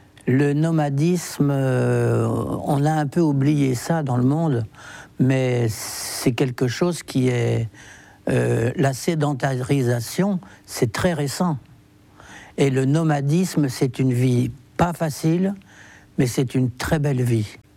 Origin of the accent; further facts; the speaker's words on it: France; Maintenant, bien sûr que je suis zigane, je ne vais pas le nier, mais je suis français aussi. Oui. J'ai presque envie de dire, je suis d'abord français